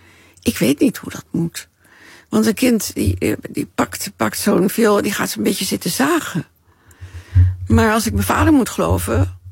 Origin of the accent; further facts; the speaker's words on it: Haarlem, North Holland, Netherlands; born there; also born or lived in Utrecht; Ja, via Utrecht, maar ik ben in Haarlem geboren.